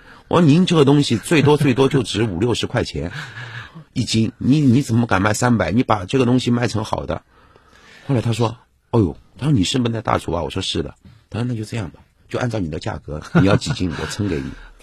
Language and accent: Chinese; Yunnan, China; 哪怕是我云南人，在我20岁以前，